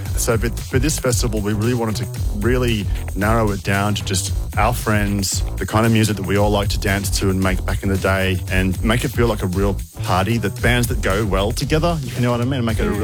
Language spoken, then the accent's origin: English; Sydney, New South Wales, Australia; They're from Melbourne and we're from Sydney, and we became friends because we started doing shows together way back then.